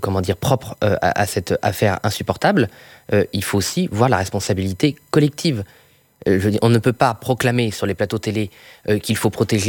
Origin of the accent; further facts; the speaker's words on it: Boulogne-sur-Mer, Hauts-de-France, France; born there; Moi, je suis né à Boulogne-sur-Mer, donc ma famille, comme beaucoup de familles des Hauts-de-France